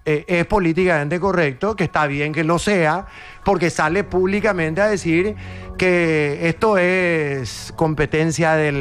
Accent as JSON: {"language": "Spanish", "country": "Paraguay", "said": "yo tengo la obligación como paraguayo, como patriota, como colorado y como."}